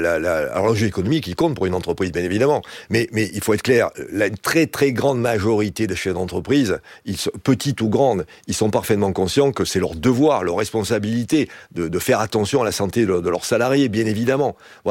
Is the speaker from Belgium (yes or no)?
no; South-West France, France; Moi, je suis originaire du Sud-Ouest. Je peux vous dire que 30 degrés, on connaît ça par cœur à Pau, à Tarbes ou à Bayonne.